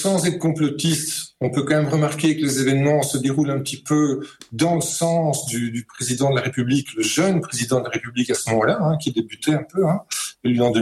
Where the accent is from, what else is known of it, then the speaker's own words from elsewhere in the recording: Belgium; Moi, je suis scandalisé en tant que Belge déjà